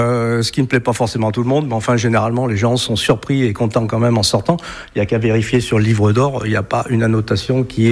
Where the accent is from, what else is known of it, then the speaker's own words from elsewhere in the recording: Montargis, Centre-Val de Loire, France; Moi, je suis originaire de Montargis dans le Loiret. Alors vous voyez, ça n'a rien à voir. Ça fait 40 et quelques années que je suis en Isère.